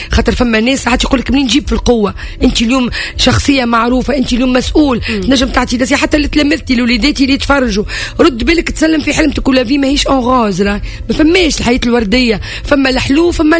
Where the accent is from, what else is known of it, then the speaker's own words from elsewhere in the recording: Sakiet Sidi Youssef, Kef Governorate, Tunisia; born there; سقطي يوسف في اللي هي مسقط رأسي ومسقط رأس بابا،